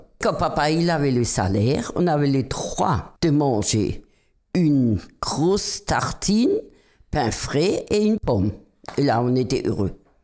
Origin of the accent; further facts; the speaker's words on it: Saint-Jean-de-Côle, Nouvelle-Aquitaine, France; Je suis née à Tourtonne, Saint-Jean-de-Col.